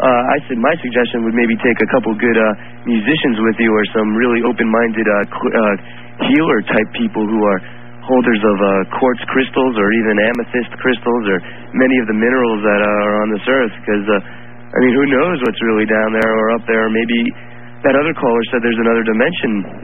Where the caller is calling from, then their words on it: Oregon, United States; in Oregon.